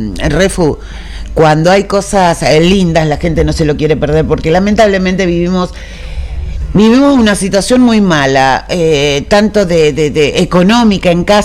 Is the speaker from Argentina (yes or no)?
yes; Arocena, Santa Fe, Argentina; también tenemos gente de Arocena, de mi pueblo, claro.